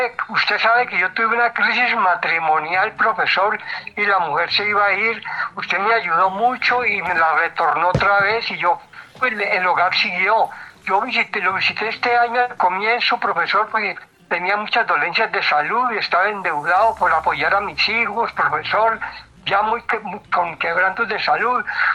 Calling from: Marquetalia, Caldas, Colombia; Marquetalia, profesor, acá.

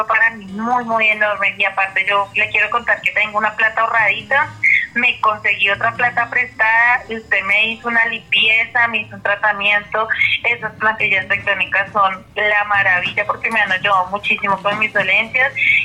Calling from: Cundinamarca, Colombia; le estoy llamando acá desde Salgar, Cundinamarca.

